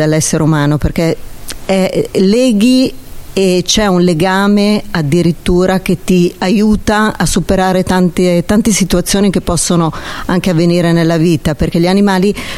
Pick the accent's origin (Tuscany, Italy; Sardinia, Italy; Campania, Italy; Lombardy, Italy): Lombardy, Italy; Cremona